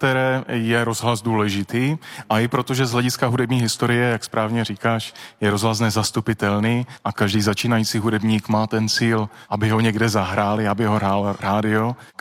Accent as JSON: {"language": "Czech", "town": "Ostrava", "region": "Moravian-Silesian Region", "country": "Czechia", "tie": "born or raised there", "said": "Já jsem rodák z Ostravy."}